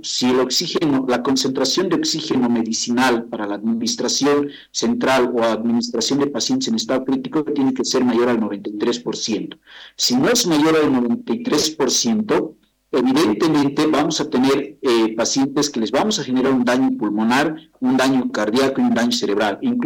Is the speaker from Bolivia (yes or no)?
yes; Bolivia; como bolivianos y bolivianas